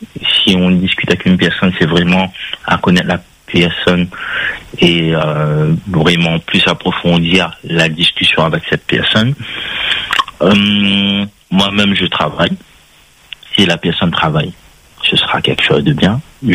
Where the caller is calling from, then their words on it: Saint-Denis, Réunion; J'habite sur Saint-Denis.